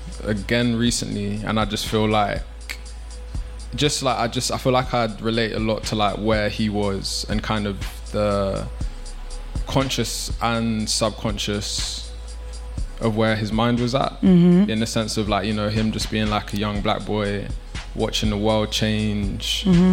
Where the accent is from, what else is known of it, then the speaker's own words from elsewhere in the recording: London, United Kingdom; I'm from Battersea, born and raised.